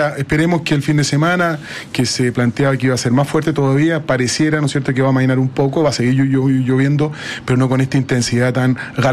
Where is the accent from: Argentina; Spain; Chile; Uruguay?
Chile; somos chilenos